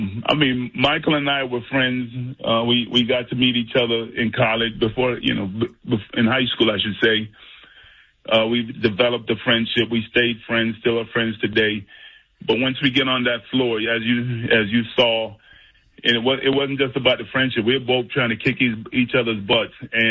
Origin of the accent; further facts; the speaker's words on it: Jamaica; now in United States; I used to want to play soccer when I was growing up in Jamaica. I wanted to be the next Pelé. Moved to America, fell in love with this game of basketball